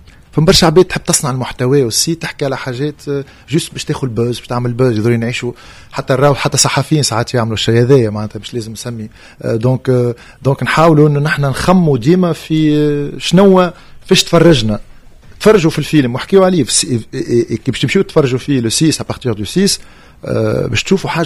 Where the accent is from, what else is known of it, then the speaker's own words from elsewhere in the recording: Tunisia; دونك السينما التونسية راهي سفيرة تونس البرة، نحن كسافروا